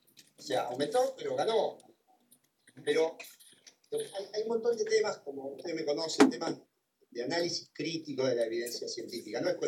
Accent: Argentina; no lo veamos como que somos argentinos

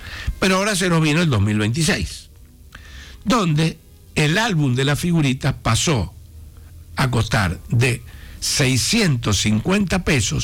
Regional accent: Argentina; Le hablo de Argentina

